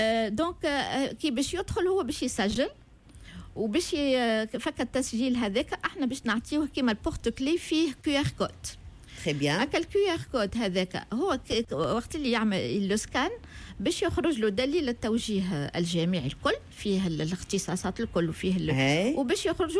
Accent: Tunisia; احنا عندنا في تونس

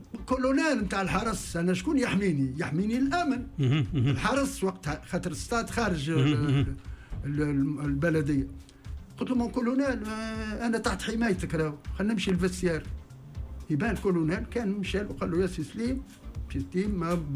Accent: Tunisia; انا تونسي وفي بلادي

